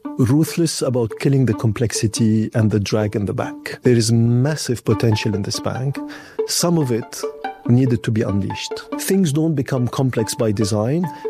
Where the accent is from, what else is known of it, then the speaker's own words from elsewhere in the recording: Lebanon; moved away as an adult; also born or lived in France; So I grew up in Lebanon. At age 18, I moved to France for my university.